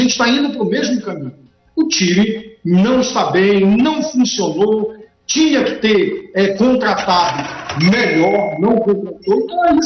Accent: Pará, Brazil; a gente é paraense, a gente vai torcer pelos nossos clubes aqui.

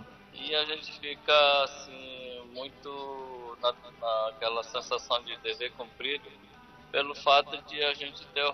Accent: Brazil; Mas brasileiro, eu sou brasileiro, tenho que torcer pelo Brasil, isso daí não resta dúvida. Existe a raiz, né, japonês

